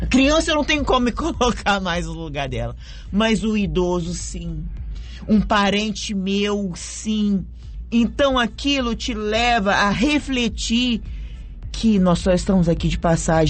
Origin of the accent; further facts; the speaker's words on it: Minas Gerais, Brazil; moved away; Sou mineira.